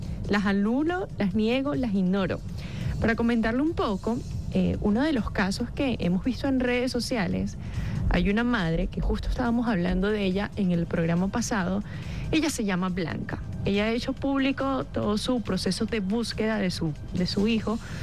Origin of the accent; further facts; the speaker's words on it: Venezuela; yo como venezolano